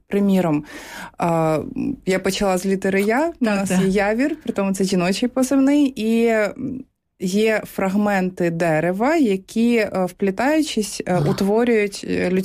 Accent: Chernihiv Oblast, Ukraine; І я сама з Чернігівської області

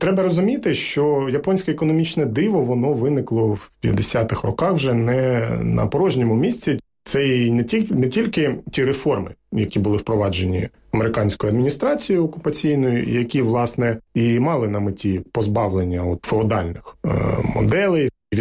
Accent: Donbas, Ukraine; Ну і, звичайно, схід для мене особисто – це своя асоціація, це Донбас, звідки я

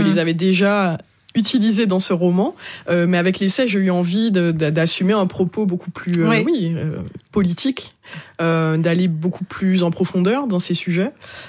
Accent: Martinique; born or raised there

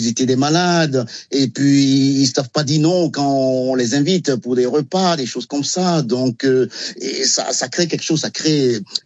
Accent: Benin; now in France; même si j'avais cette vocation depuis mon enfance un peu au Bénin, bien sûr.

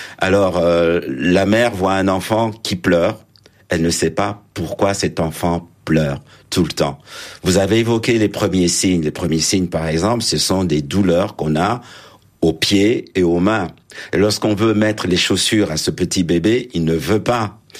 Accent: Lubumbashi, Katanga, DR Congo; moved away as an adult; le Katanga, parce que je suis né à Elisabethville, hein, on appelait ça Elisabethville, où j'ai des souvenirs de l'enfance

